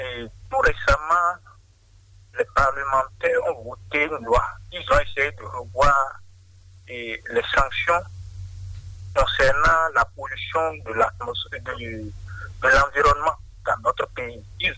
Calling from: Benin

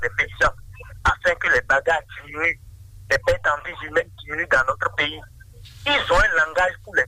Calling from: Benin

